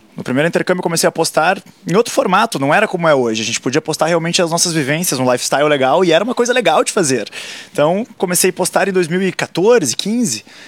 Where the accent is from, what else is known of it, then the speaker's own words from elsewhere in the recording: Rio Grande do Sul, Brazil; moved away as an adult; also born or lived in London / Sydney / Lublin / León; Sou lá do Rio Grande do Sul.